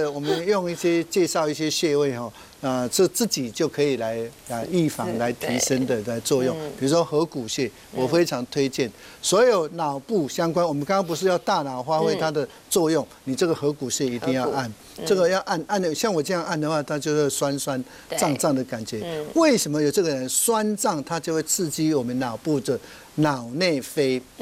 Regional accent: Taiwan; 我们台湾人

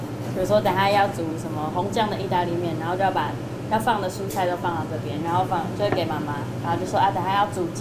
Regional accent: Hengchun, Pingtung County, Taiwan; 我从小在这边长大

